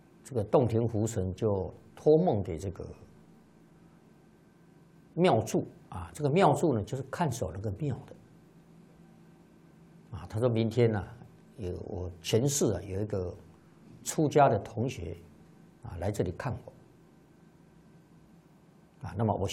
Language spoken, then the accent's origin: Chinese; China; 在我们中国人的习惯来讲